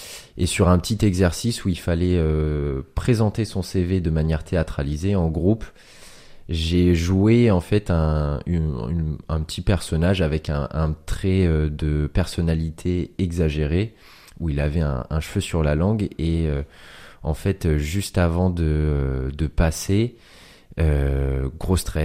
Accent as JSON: {"language": "French", "town": "Caen", "region": "Normandy", "country": "France", "tie": "born or raised there", "said": "j'ai 27 ans et je suis originaire de Caen."}